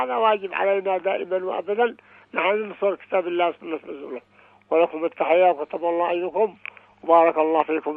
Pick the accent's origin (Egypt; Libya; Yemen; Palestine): Yemen; ونحن يمنيين صادقين ودخلنا الإسلام برسالة